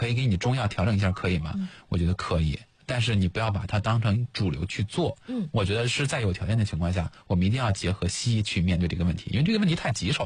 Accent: China; 作为中国人

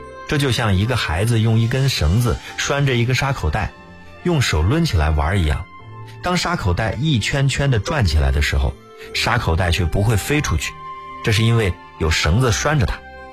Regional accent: China

